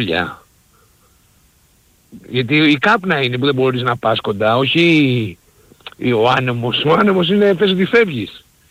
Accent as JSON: {"language": "Greek", "town": "Samos", "region": "North Aegean", "country": "Greece", "said": "Εγώ είμαι από τη Σάμμο καταγωγή."}